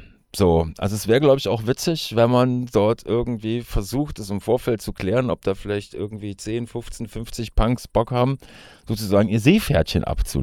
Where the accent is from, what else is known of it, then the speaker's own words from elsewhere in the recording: North Rhine-Westphalia, Germany; Aber ich komme halt aus dem Ruhrpott, so.